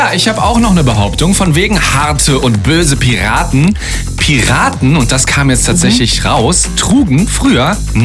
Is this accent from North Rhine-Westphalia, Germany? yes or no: yes; Paderborn, North Rhine-Westphalia, Germany; moved away; Also ich bin ja in NRW groß geworden